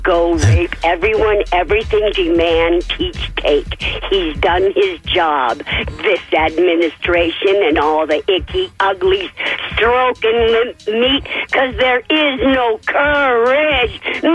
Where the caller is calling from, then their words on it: Mulberry, Florida, United States; Hi, I'm calling from Mulberry, Florida. And, you know, I smile because … I'm a Poco Loco poet warrior living in Mulberry.